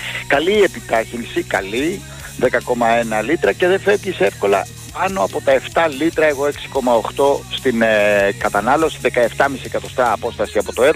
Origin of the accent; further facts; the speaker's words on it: Seliana, Western Greece, Greece; κατέβηκα την Ιόνια οδό για να φτάσω στο χωριό μου στη Σελιάνα